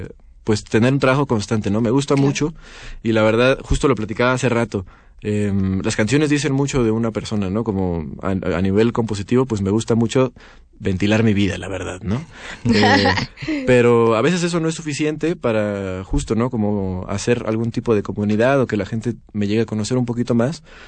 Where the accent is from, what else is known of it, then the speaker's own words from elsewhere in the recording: State of Mexico, Mexico; born there; now in Mexico City, Mexico; Yo nací en el Estado de México, pero desde siempre estaba enamorado de esta ciudad